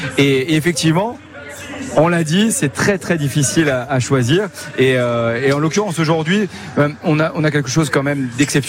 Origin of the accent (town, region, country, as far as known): Grand Est, France